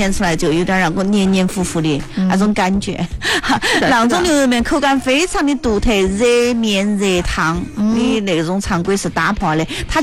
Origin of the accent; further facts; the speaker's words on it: Jiangjin, Chongqing, China; accent: Jiangjin dialect; 达州的那个说的那个方言哈，跟我们江津方言还有点像